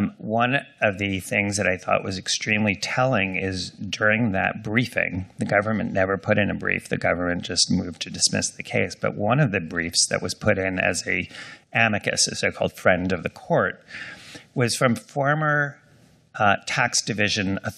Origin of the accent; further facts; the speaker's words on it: New York, United States; also born or lived in Washington, D.C.; I'm an inveterate New Yorker